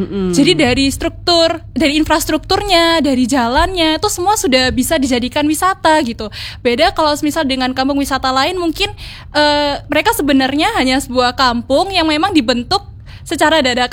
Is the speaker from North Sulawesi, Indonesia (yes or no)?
no; Surabaya, East Java, Indonesia; sebagai orang Surabaya